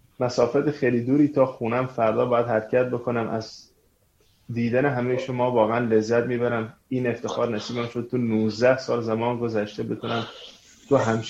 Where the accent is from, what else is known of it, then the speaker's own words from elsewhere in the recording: Iran; من طولانی که دور از ایرانم